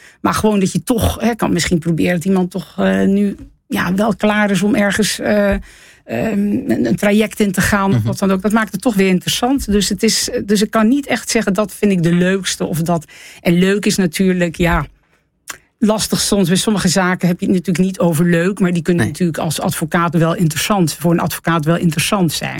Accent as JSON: {"language": "Dutch", "region": "Zeeland", "country": "Netherlands", "accent": "Zeeuws-Vlaams", "said": "Ik heb het altijd wel een beetje beschouwd als twee talen. Hè, dat Nederlands en mijn Zeeuws-Vlaams dialect."}